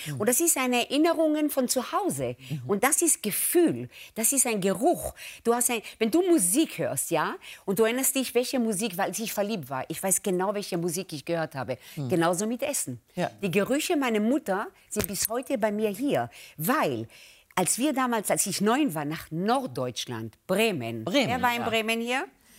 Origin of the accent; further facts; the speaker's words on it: Israel; Das heißt, ich bin aufgewachsen mit der Weltküche. Mhm. Weil wir als Kinder in Israel sind draußen aufgewachsen.